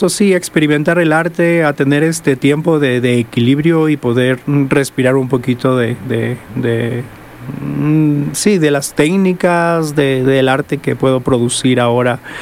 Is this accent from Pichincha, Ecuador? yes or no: yes; Quito, Pichincha, Ecuador; born there; now in Cuenca, Ecuador